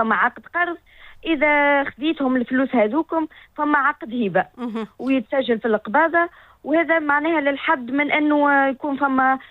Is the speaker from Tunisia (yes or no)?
yes; Tunisia; عندنا في تونس